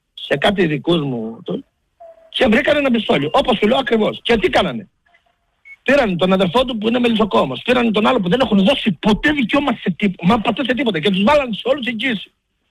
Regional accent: Greece; Μόνο που είμαι Έλληνας πατριώτης έχουν πρόβλημα γιατί μιλώ.

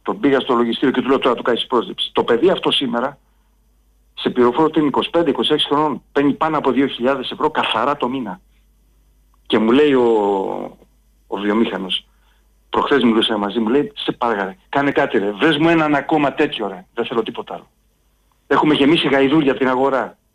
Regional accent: Zacharo, Western Greece, Greece; σταματάω, ας πούμε, στο χωριό μου, εκεί στη Ζαχάρο, Κακόβατο και τα λοιπά.

